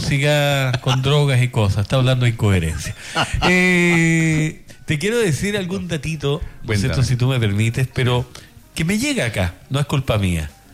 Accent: Chile; como buenos chilenos dejamos todo para última hora.

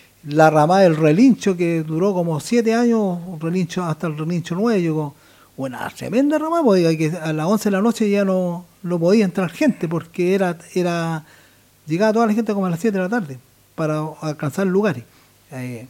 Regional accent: Rancagua, O'Higgins, Chile; moved away; yo soy un poco más al sur. Yo soy de la ciudad de Rancagua, al lado está la comuna del Olivar.

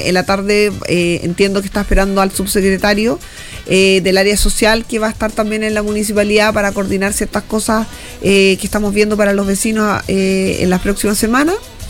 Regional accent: Chile; somos los chilenos en general muy solidarios

